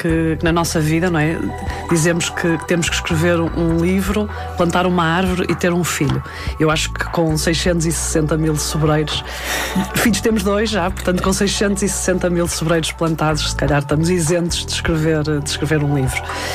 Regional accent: Norte, Portugal; puxa-me especificamente o Alentejo, porque sendo eu nortenha, até poderia ter feito mais sentido este projeto

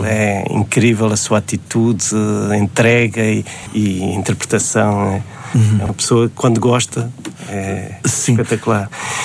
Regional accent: Mozambique; Acho que não, é claro. Quando era miúdo, em Moçambique...

